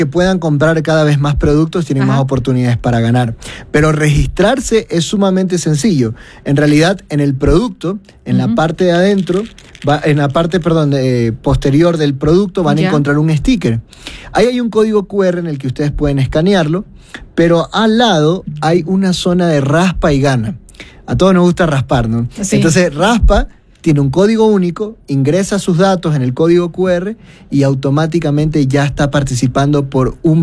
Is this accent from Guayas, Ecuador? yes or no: yes; Guayaquil, Guayas, Ecuador; como somos de Guayaquil, vamos a hacer en Guayaquil, en el Sport Garden